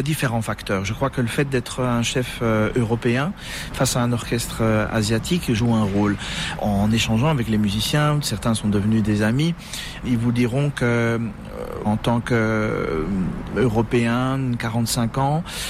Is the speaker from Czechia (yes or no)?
no; Bastogne, Wallonia, Belgium; born there; étant donné que je suis belge.